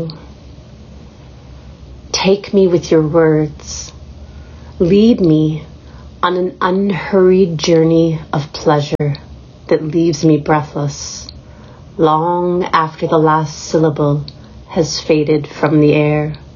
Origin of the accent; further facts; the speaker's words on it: Regina, Saskatchewan, Canada; I'm from Regina.